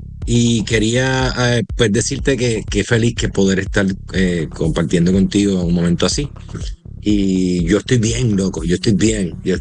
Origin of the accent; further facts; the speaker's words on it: Puerto Rico; now in United States